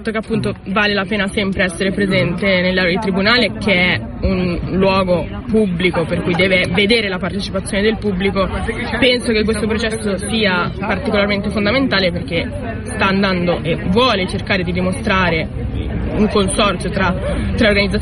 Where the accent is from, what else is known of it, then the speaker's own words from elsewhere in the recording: Milan, Lombardy, Italy; in quanto milanese